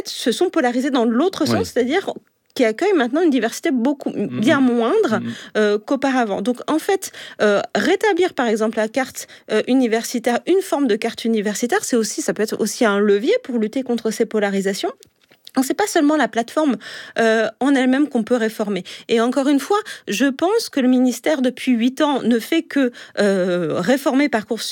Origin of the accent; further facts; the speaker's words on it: Saint-Quentin-en-Yvelines, Île-de-France, France; moi je viens de Saint-Quentin-en-Yvelines par exemple